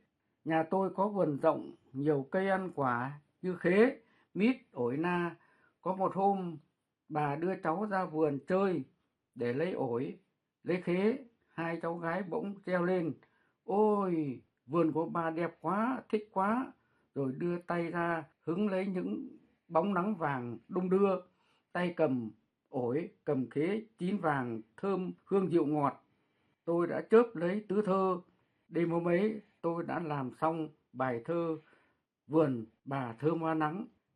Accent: Thai Nguyen, Vietnam; Quê tôi ở Thái Nguyên có con sông Cầu thơ mộng, có những bãi dâu xanh mướt, có cánh đồng lúa chín thẳng cánh cò bay

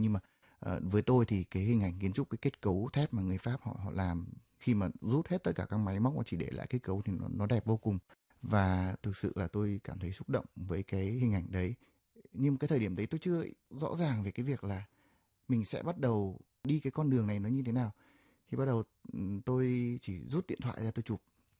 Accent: Nam Định, Vietnam; tôi thì sinh ra và lớn lên ở thành phố Nam Định, là cái nôi của dệt may.

